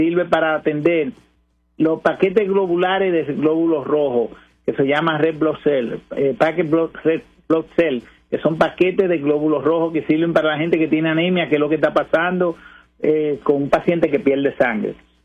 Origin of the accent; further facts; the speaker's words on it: Dominican Republic; para nosotros como dominicanos